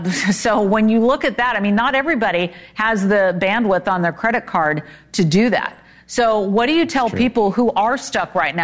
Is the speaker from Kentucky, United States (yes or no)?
no; Sacramento, California, United States; I'm from Sacramento